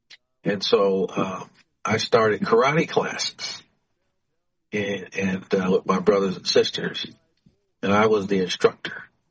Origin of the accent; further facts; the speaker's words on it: Louisville, Kentucky, United States; born there; also born or lived in Muncie, Indiana; And, you know, I was born in Louisville, Kentucky.